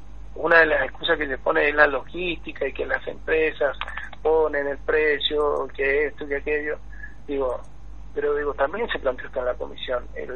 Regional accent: Argentina

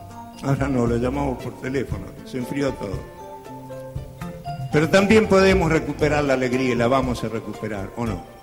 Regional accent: Luján de Cuyo, Mendoza, Argentina; moved away; Cuando yo era pibe, cuando yo era niñito allá en Luján, en Luján de Cuyo

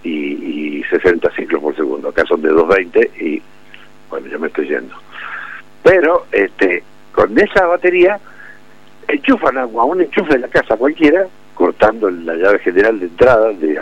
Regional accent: Mendoza, Argentina; born there; Calles de tierra, como con mi casa en Villanueva, cuando era chico viví en Villanueva un tiempo, calles de tierra, las acequias de tierra

